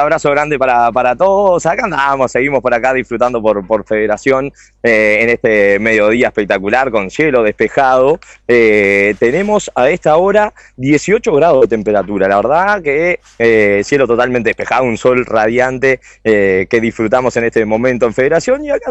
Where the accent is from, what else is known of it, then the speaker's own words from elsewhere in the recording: Uruguay; somos los uruguayos